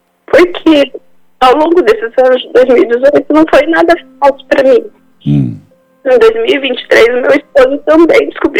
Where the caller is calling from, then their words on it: Pinhalão, Paraná, Brazil; eu falo de Pinhalão, interior do Paraná.